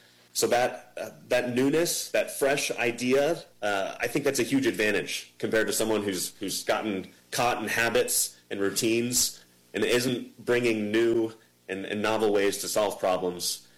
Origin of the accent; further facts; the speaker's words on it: Los Angeles, California, United States; also born or lived in Denmark; I grew up in Los Angeles. I was at Princeton and Oxford. I spent 2 years in Denmark.